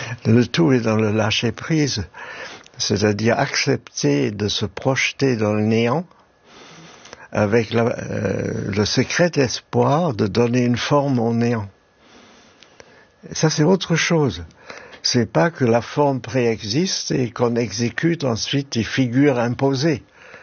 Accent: Germany; accent: German; French is a second language; moved away; mon petit accent allemand, comme je navigue entre deux langues

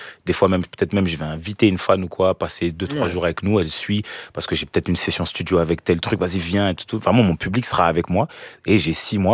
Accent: Cameroon

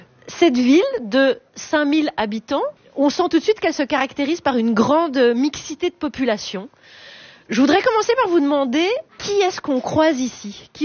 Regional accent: La Louvière, Wallonia, Belgium; On vient toutes les deux de La Louvière.

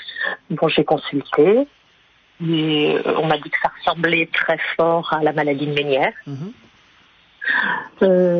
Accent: Tours, Centre-Val de Loire, France; À côté de Tours, je suis de Tours.

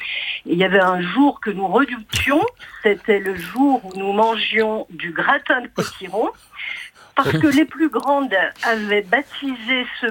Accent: Lyon, Auvergne-Rhône-Alpes, France; now in Toulouse, France; J'appelle de Toulouse. Alors, mais très belle ville d'ailleurs. Absolument. Je suis lyonnaise, vous me direz. Et je préfère Lyon quand même.

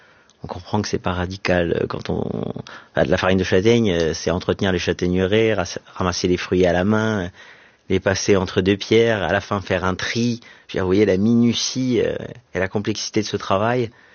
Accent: Corsica, France

